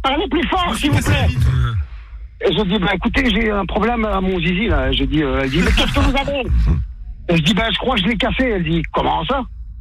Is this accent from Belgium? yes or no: yes; Brussels, Brussels-Capital Region, Belgium; born there; 90, ouais, je suis né à Bruxelles, hein, c'est pour ça que je dis les 90.